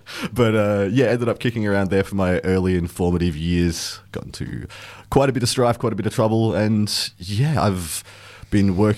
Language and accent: English; Werribee, Victoria, Australia; I grew up in Werribee in the western suburbs of Melbourne.